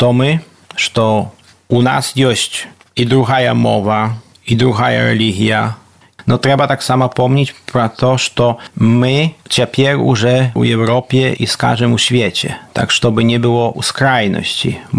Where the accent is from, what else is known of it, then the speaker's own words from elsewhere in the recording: Podlaskie Voivodeship, Poland; also born or lived in Warsaw; Мой дед этот Спиридон в 1926 году тут купил эту землю. Так что мы уже, скажем, 90 годов в этом месте.